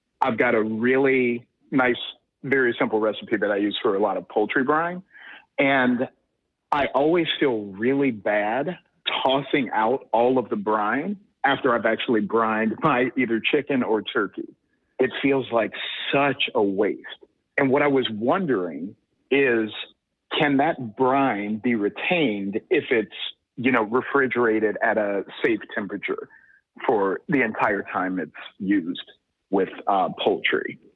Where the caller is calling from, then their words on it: Chicago, Illinois, United States; Chicago, Illinois.